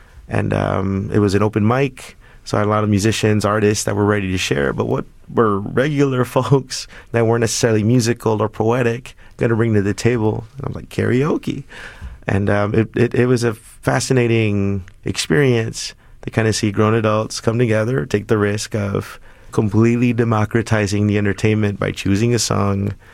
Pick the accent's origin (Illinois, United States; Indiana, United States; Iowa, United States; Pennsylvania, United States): Illinois, United States; Chicago; Growing up in Pilsen for close to 35 years, I mean, I remember growing up and just seeing how entrenched gang culture was and still continues to be to a different degree.